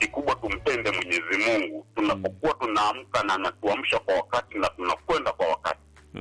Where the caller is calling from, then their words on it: Bunda, Mara, Tanzania; Mimi ni wa Bunda